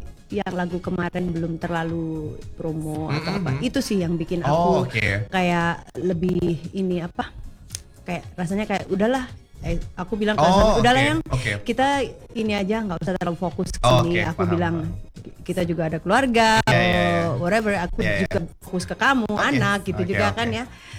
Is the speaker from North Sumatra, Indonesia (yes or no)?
no; Batu, East Java, Indonesia; moved away; keluarga aku juga semuanya di kampung halaman aku di Batu.